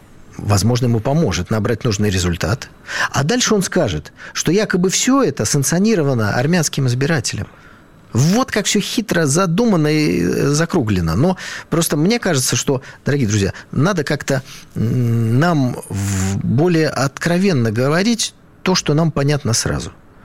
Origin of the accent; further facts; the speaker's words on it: Armenia; что Армения, это он, ну, мы, армяне, да, находится в очень сложном и плохом географическом положении